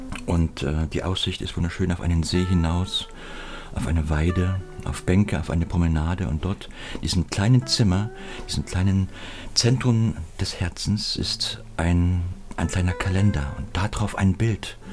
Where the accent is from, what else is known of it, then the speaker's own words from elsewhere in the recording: Saxony, Germany; aufstrebende, wunderschöne Felsen ja, des sächsischen Sandsteingebirges, meine Heimat.